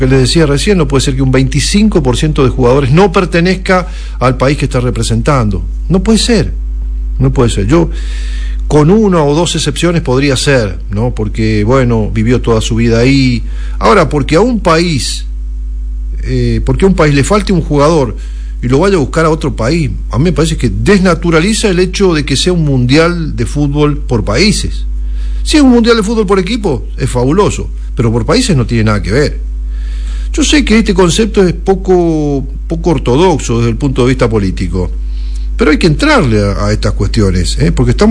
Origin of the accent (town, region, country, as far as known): Argentina